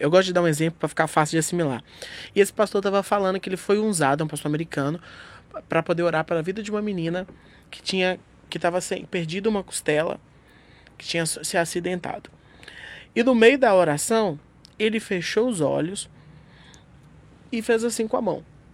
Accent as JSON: {"language": "Portuguese", "town": "Alphaville", "region": "São Paulo", "country": "Brazil", "said": "Opa, somos de Alphaville também."}